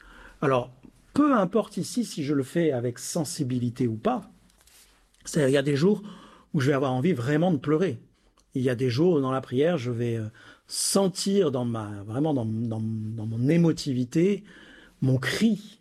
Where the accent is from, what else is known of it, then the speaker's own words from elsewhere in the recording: Marseille, Provence-Alpes-Côte d'Azur, France; j'ai grandi à Marseille